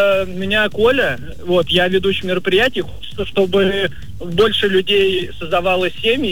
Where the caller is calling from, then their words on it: Moscow, Russia; я из Москвы.